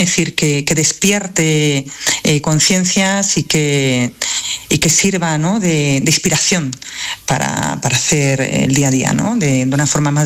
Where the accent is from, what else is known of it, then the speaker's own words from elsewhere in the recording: Málaga, Andalusia, Spain; born there; Yo soy malagueña, pero granadina de adopción, como yo digo